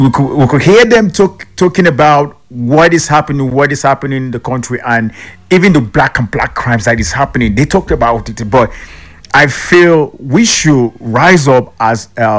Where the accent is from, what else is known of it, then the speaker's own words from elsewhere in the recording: Nigeria; Waking up every day in this part of the country